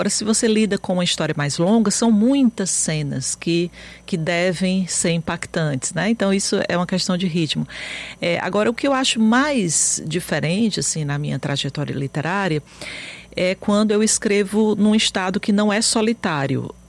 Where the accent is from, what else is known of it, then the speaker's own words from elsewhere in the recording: Fortaleza, Ceará, Brazil; born there; Eu nasci aqui em Fortaleza, né? Quer dizer, venho de uma tradição nordestina